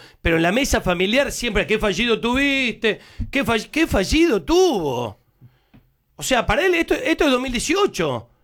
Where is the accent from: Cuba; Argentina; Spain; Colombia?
Argentina; como oyente, como argentino